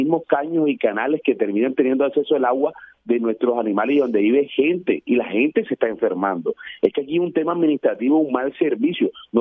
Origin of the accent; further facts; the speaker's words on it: Atlántico, Colombia; Nosotros que somos del sur del Atlántico, que lo vivimos